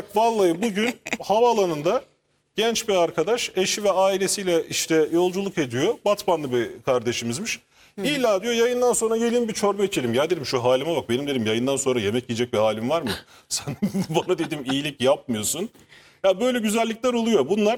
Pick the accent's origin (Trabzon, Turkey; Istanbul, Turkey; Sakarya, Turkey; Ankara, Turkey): Ankara, Turkey; Ben bir gecekondu çocuğuyum. Ben Ankara'da bir gecekonduda doğdum. Gecekonduda büyüdük.